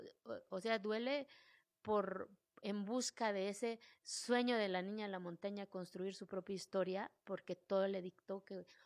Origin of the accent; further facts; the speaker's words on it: Mexico; Spanish is a second language; caminamos más de 12 horas en mi pueblo, pues no había luz, no había carretera.